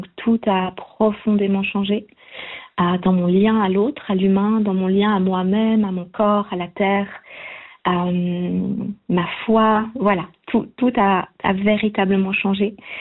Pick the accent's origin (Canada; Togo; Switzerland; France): Switzerland; Donc moi, je suis née en Suisse, je suis née dans le village où on s'est rencontrés. Donc j'ai grandi près de cette rivière